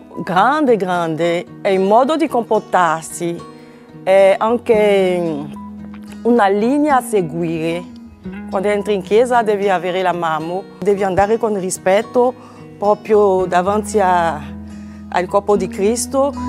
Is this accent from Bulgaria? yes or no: no; Côte d’Ivoire; moved away; vengo dalla Costa d'Avorio